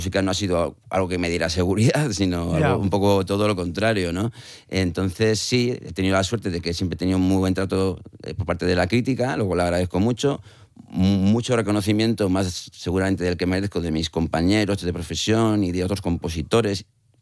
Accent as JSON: {"language": "Spanish", "town": "Valladolid", "region": "Castile and León", "country": "Spain", "also_born_or_lived": "Madrid / Málaga", "moved": "as an adult", "lives_now": "Asturias, Spain", "said": "cuando vine de Valladolid a Madrid con 20 y tantos años"}